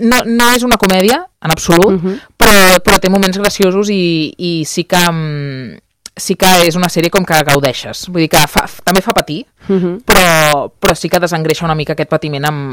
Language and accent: Catalan; Barcelona, Catalonia, Spain; Doncs mira, ara sortirem de Barcelona, perquè jo sóc molt barcelonina